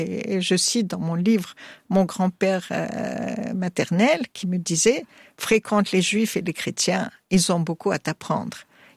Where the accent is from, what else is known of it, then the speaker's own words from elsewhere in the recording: Tunisia; Alors, il y a au Maghreb des jeunes qui ont considéré, alors chez nous en Tunisie, surtout après ce qu'on appelle la révolution de 2011